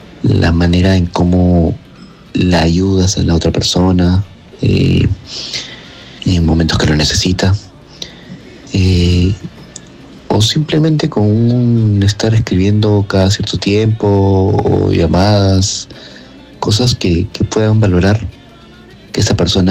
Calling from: Lima, Peru; de San Borja.

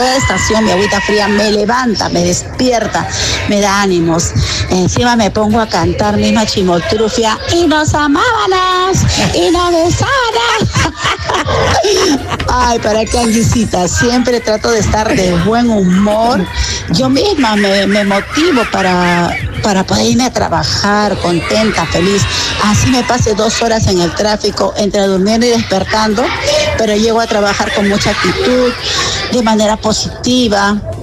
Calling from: Lima, Peru; del Cercado de Lima.

